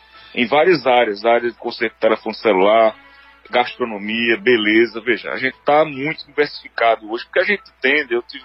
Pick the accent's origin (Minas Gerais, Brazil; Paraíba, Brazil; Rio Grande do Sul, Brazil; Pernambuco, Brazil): Pernambuco, Brazil; Caruaru; moved away as an adult; now in Recife, Brazil; hoje eu tô indo pra Caruaru, sua avó comigo. Entendeu? Eu todo final de semana eu tô indo, sabe? Eu sempre estou aí na minha terra.